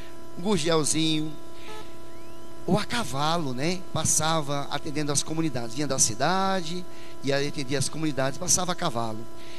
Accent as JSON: {"language": "Portuguese", "town": "Mirandiba", "region": "Pernambuco", "country": "Brazil", "tie": "born or raised there", "moved": "as an adult", "lives_now": "Bahia, Brazil", "said": "na minha cidade, em Mirandiba, Pernambuco. Pois é, eu sou pernambucano. Estou na Bahia há 30 e tantos anos, né? Já há 34 anos, mas sou pernambucano. E então a gente cresceu assim, nesse ambiente."}